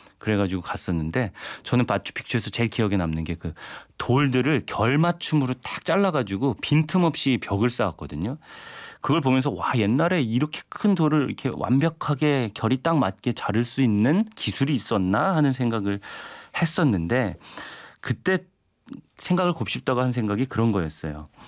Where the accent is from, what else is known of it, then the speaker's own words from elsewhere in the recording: Chungcheong, South Korea; 저도 충청도 사람이라서